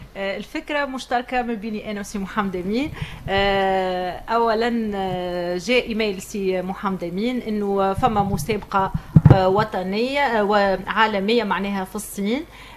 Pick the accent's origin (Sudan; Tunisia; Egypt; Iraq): Tunisia; Jendouba Governorate; احنا منطقة داخلية صغيرة